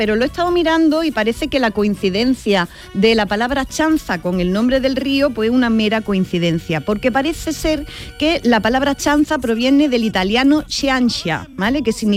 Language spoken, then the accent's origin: Spanish; Jaén, Andalusia, Spain; Yo como soy de Jaén